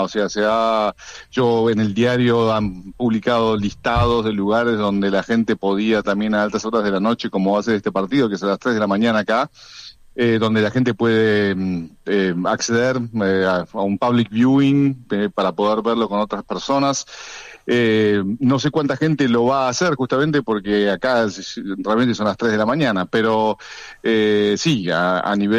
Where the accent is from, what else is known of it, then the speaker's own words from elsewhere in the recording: Argentina; now in Switzerland; yo como argentino